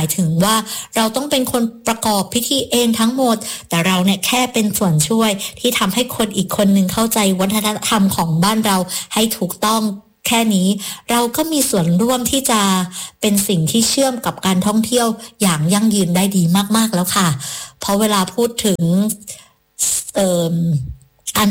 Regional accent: Phuket, Thailand

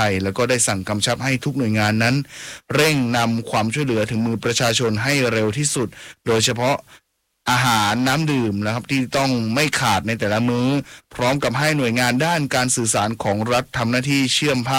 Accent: Southern Thailand, Thailand; เราเข้าใจดีในฐานะคนใต้นะ

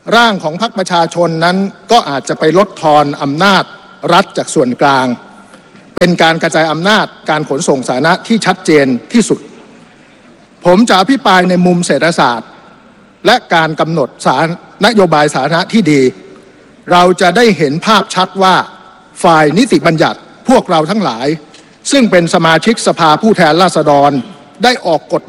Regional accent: Phrae, Thailand; ในฐานะส.ส.กรุงเทพและบ้านเกิดผมคือจังหวัดแพร่ผมเข้าใจปัญหาความไม่สะดวกในการเดินทางในต่างจังหวัด

